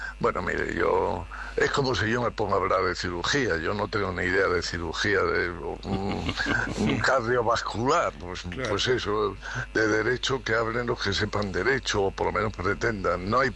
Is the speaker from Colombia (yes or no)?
no; Spain